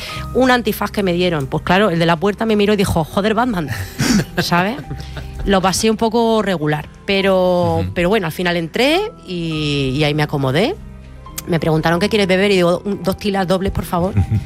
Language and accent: Spanish; Bilbao, Basque Country, Spain; pero yo soy de Bilbao, no podía reculear, ¿sabes?